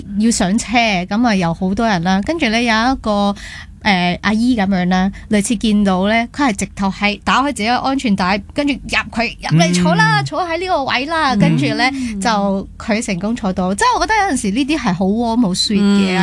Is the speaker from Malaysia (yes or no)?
yes; Malaysia; now in Hong Kong; 我本身马来西亚人